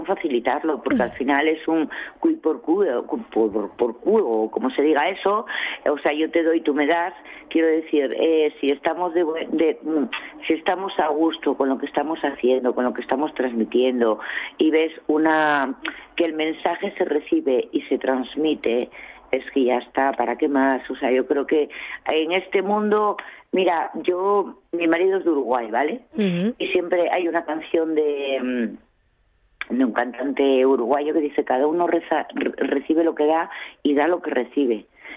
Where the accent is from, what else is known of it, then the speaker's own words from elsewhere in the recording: Oviedo, Asturias, Spain; also born or lived in Quirós; pero por circunstancias, llámese años 70, nací en Oviedo, ya sabes, inmigración, cambio de ciudad, etcétera, etcétera, ¿no? Me crié en Oviedo.